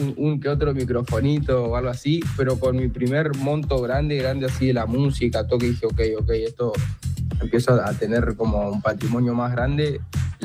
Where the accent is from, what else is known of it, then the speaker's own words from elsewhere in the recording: Argentina; esto lo digo sin pena, como argentino, Messi te hace ser bastante el Barça. Entonces me crié con los colores culé